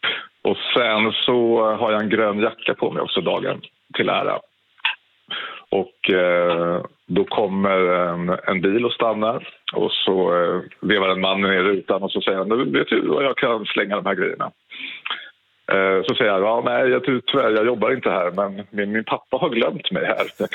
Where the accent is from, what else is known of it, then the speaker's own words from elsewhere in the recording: Täby, Stockholm County, Sweden; Jo, men det här utspelade sig när jag var 18 år 1998 och bodde i Täby där jag växte upp.